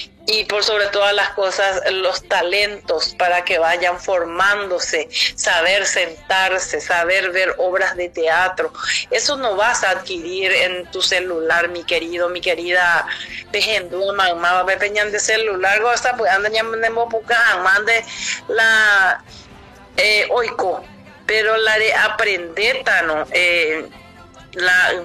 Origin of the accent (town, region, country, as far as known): Carapeguá, Paraguarí, Paraguay; born or raised there